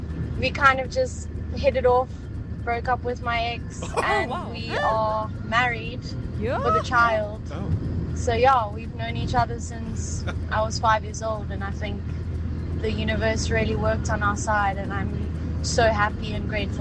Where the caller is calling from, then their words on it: Cape Town, Western Cape, South Africa; I'm from Cape Town.